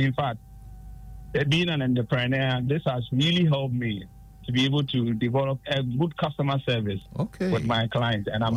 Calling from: Tema, Greater Accra, Ghana; I'm calling from Tema.

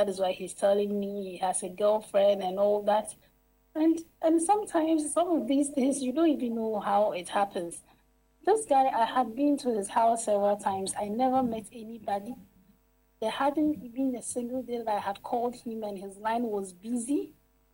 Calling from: Tarkwa, Western Region, Ghana; I'm calling from Takwa.

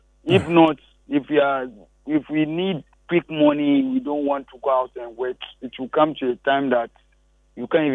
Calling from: Accra, Greater Accra, Ghana; I'm just from Accra.

